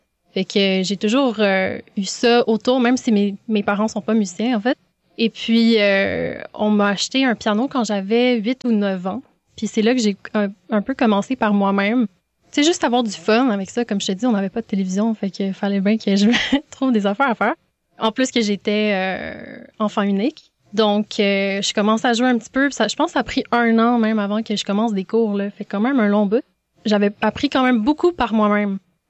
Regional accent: Montreal, Quebec, Canada; accent: Québécois; also born or lived in Denmark; Moi, je suis une artiste de Montréal. Je suis née au Danemark, mais j'ai grandi vraiment à Montréal. C'est pour ça que j'ai le gros accent québécois.

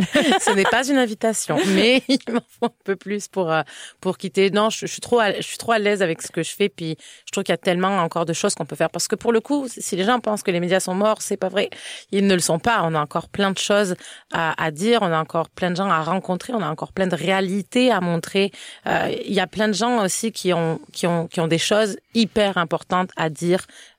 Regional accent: France; now in Canada; je suis une Française qui parle du Québec à la télé

